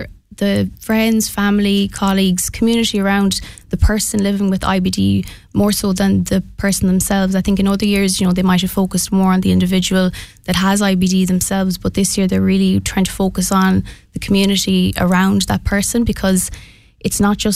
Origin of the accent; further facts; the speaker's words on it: Connacht, Ireland; I'm from Mayo, and I myself was diagnosed with ulcerative colitis back in 2019.